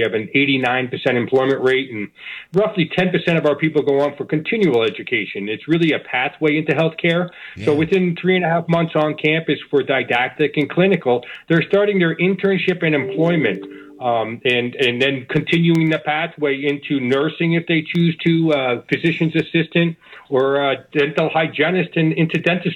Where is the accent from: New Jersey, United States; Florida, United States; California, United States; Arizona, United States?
New Jersey, United States; Kinnelon; North Jersey, Kinnelon, yes.